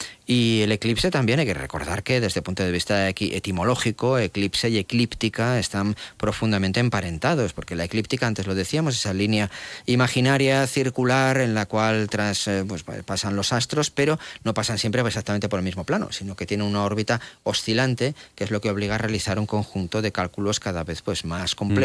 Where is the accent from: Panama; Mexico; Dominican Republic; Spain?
Spain; Castile and León; los que somos de León lo sabemos